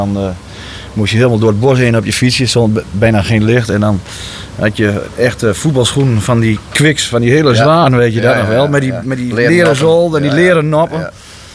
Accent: Drenthe, Netherlands; Dus als je daar bij ons in Drenthe komt, zit die mensen meestal in van die containers en zo, zoals ze daar staan.

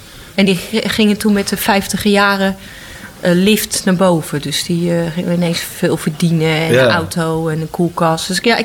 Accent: Utrecht, Netherlands; born there; Ja, ik ben op de Oude Gracht geboren.

